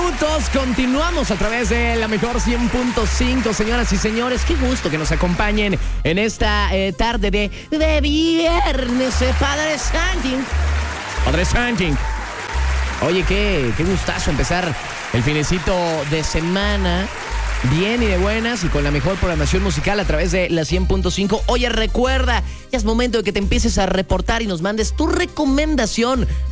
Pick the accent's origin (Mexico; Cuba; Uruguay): Mexico